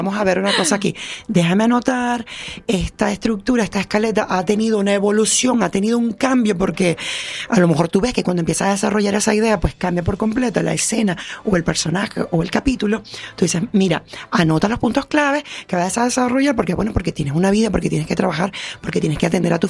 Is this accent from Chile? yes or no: no; Venezuela; moved away as an adult; now in Canary Islands, Spain; yo soy venezolana y bueno, tengo las 2 nacionalidades ahora mismo.